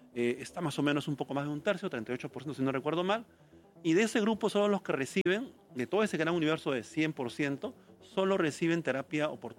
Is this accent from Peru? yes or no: yes; Peru; en realidad somos nosotros los peruanos, ¿no?